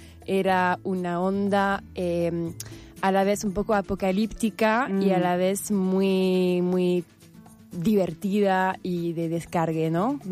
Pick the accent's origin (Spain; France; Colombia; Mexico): France; now in Argentina; soy una francesa que llegó a la Argentina y que empezó a vivir en San Telmo y empezó a tomar clases de tango, de tango queer.